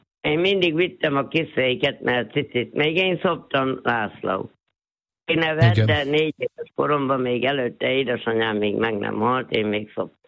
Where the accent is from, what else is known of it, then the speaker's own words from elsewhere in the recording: Újfehértó, Szabolcs-Szatmár-Bereg, Hungary; born there; 9 kilométer messziről Újfehértó mellett az Erdődi tanyán laktunk egy tanyán ott is. Hát én ott születtem a Szalmakazar tövébe.